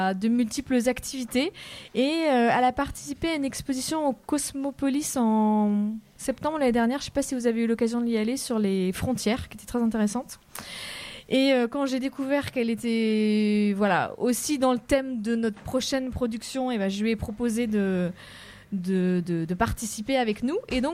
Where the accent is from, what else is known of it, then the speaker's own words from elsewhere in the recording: Brittany, France; Moi, je viens du Finistère